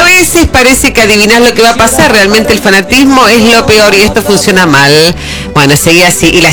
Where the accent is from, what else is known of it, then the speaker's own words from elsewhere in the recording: San Rafael, Mendoza, Argentina; Bueno, Babi … de San Rafael Mendoza.